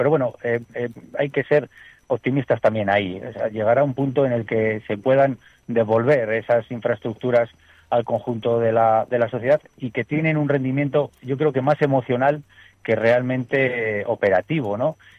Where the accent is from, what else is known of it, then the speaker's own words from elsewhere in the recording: Castile, Spain; Bueno, siempre somos castellanos, ¿eh? Y somos gente sobria, somos gente también austera